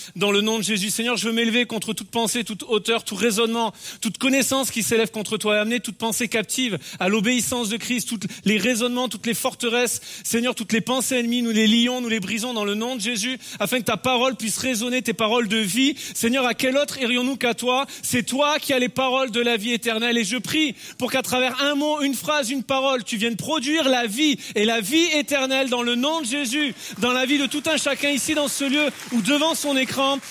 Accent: Bordeaux, Nouvelle-Aquitaine, France; je suis bordelais.

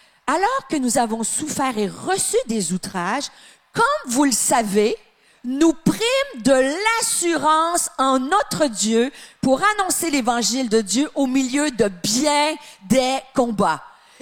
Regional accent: Quebec, Canada; Non, moi, je suis pas française, je suis québécoise.

